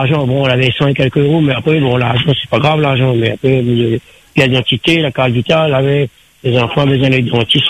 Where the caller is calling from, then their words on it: Sainte-Clotilde, Réunion; Moi, j'habite pas ici, moi, j'habite à Saint-Clotilde, mais c'est chez la famille ici.